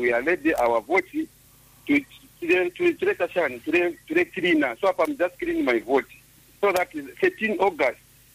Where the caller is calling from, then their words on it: Lusaka, Lusaka Province, Zambia; I'm just calling from Lusaka.